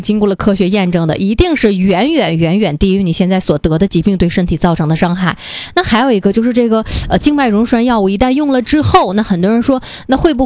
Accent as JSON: {"language": "Chinese", "region": "Northeast China", "country": "China", "accent": "Northeastern dialect", "said": "用我们东北话来讲"}